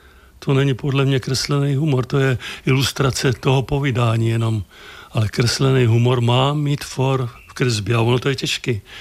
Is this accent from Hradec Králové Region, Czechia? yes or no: yes; Náchod, Hradec Králové Region, Czechia; also born or lived in Vysokov; Jednak jsem tady chodil do školy v Náchodě. Žiju tady teďka. Narodil jsem se ve Vysokově, což spadalo pod Náchod.